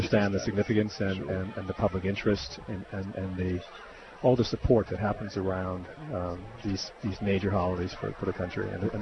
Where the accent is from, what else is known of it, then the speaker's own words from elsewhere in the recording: Cooks Hill, Bermuda; Especially when I'm from Cooks Hill, so.